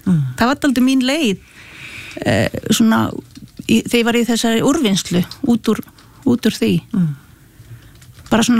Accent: Akureyri, Northeastern Region, Iceland; Og við erum alveg upp á Akureyri

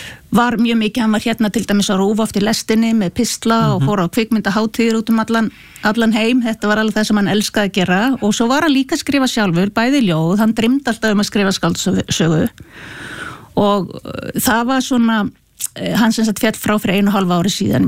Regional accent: Akureyri, Northeastern Region, Iceland; Og við erum alveg upp á Akureyri

